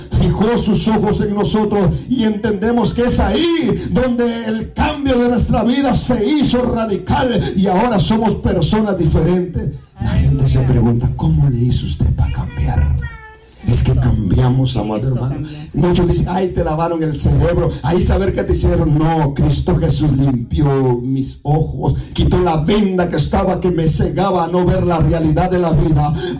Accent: Guatemala; como decimos en Guatemala.

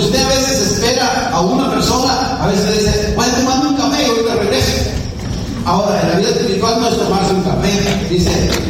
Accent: Guatemala; yo soy de Guatemala, pero hemos sido de instituciones cristianas

